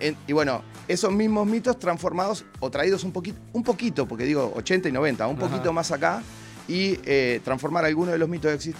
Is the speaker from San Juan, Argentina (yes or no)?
no; Mercedes, Buenos Aires Province, Argentina; Yo soy de Mercedes.